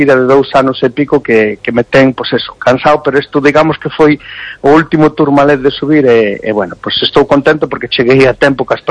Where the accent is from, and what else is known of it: Galicia, Spain